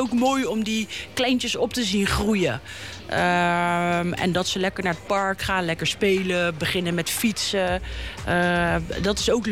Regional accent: Rotterdam, South Holland, Netherlands; moved away as an adult; now in The Hague, Netherlands; ik ben geboren en opgegroeid in Rotterdam. En ik woon pas 20 jaar in Den Haag.

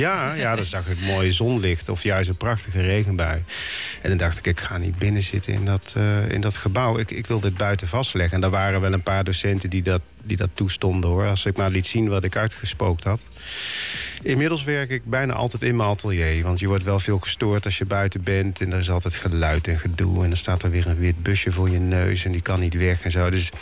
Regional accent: Roermond, Limburg, Netherlands; moved away as an adult; now in The Hague, Netherlands; Ik kom uit Limburg. Ik kom vanuit Roermond. En ik weet nog dat ik in 1994 met de trein hier aankwam om op de kunstacademie te beginnen.

